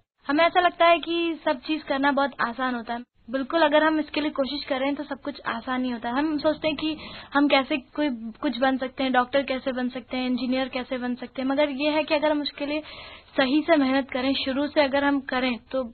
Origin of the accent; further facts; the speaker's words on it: Indore, Madhya Pradesh, India; born there; संतोष जी, इंदौर में ही मेरा जन्म हुआ है